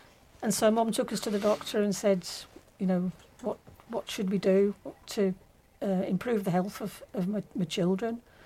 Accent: Cradley Heath, West Midlands, United Kingdom; born there; I was born in Cradley Heath.

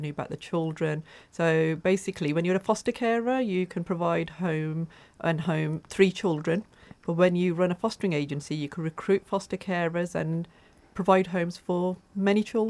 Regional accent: West Bromwich, West Midlands, United Kingdom; born or raised there

